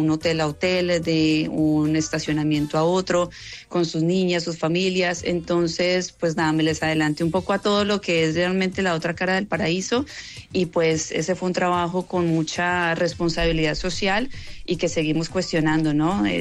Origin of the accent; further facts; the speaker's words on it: Colombia; now in San Diego, United States; muy contenta como colombiana, ¿no? Haciendo esa historia, marcando la diferencia un poco después de 5 años viviendo en este país